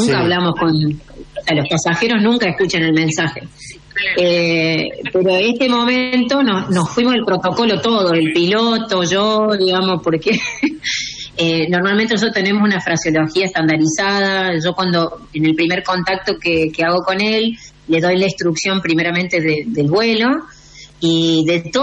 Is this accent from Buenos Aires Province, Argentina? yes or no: no; Córdoba, Argentina; accent: cordobesa tonada; also born or lived in Buenos Aires; Soy de Córdoba.